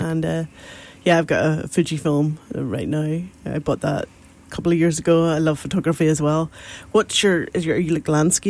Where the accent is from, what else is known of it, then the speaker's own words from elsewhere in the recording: Northern Ireland, United Kingdom; moved away; I'm from Northern Ireland, and we have like this beautiful sunset and sunrises there.